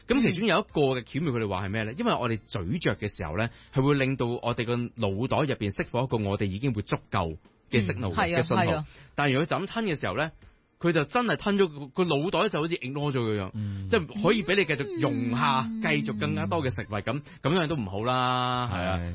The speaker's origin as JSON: {"language": "Cantonese", "country": "China", "said": "我們就是中國人嘛"}